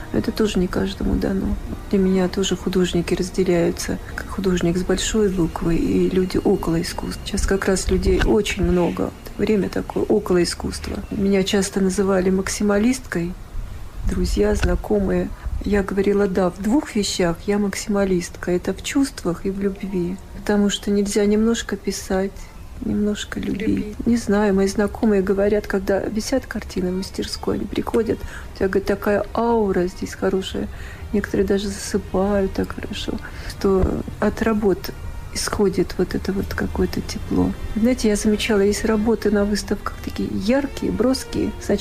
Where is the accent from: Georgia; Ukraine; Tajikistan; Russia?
Tajikistan; То есть вот я поскольку родилась в Таджикистане, жила, я знаю хорошо этот материал, эту одежду, быт, кухню.